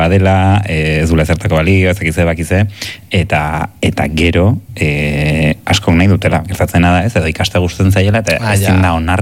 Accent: Oiartzun, Basque Country, Spain; moved away; nere herria maite dut, Oiartzun

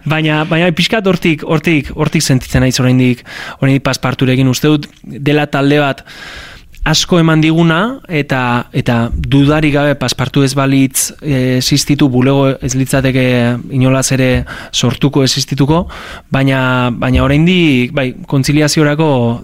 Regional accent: Azkoitia, Basque Country, Spain; azkoitiarra gara, herrian bizi gara, herrian bizi naiz, azkoitiarra naiz ez, eta oso, ba hori, toma tierra handia daukagu, daukat.

